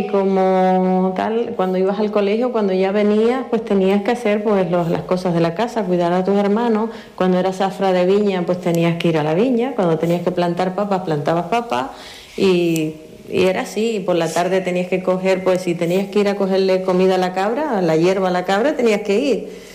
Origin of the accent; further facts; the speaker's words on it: Icod de los Vinos, Canary Islands, Spain; Sí, yo pasé toda mi infancia en Santa Bárbara, en ICO de los Vinos. Pues soy la mayor de cuatro hermanos, una familia muy humilde, que se dedicaba también pues a la agricultura y poco más.